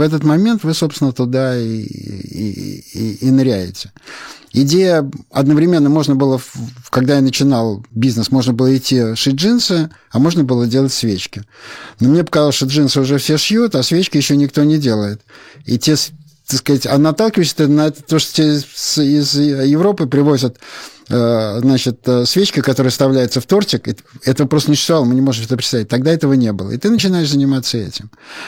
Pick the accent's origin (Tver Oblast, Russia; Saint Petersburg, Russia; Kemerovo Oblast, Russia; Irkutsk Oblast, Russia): Saint Petersburg, Russia; now in Moscow, Russia; я как питерский человек, мне, в принципе, нравится рюмочная, и у меня была большая традиции их посещения и так далее. И я думаю, ну как же так, в Москве нету рюмочных.